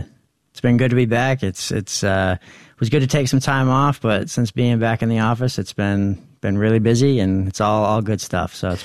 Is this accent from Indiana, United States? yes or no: no; Houlton, Maine, United States; I'm from Houlton.